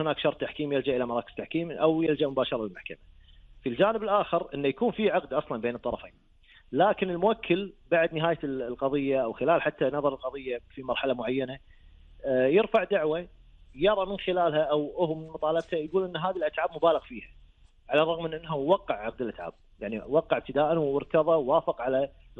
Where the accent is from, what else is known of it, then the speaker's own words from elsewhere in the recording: Kuwait; اليوم عندنا بالكويت